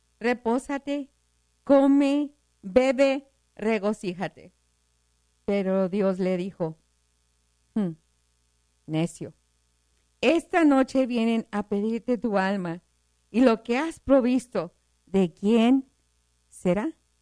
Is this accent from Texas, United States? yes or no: yes; El Paso, Texas, United States; ya estoy aquí de nuevo, extrañando la playa, pero aquí de nuevo en mi tierra, donde brilla el sol, en la tierra donde hay mucha arena. Sí, aquí hay arena, hay mucho desierto, pero ¿sabes qué? Amo El Paso, Texas.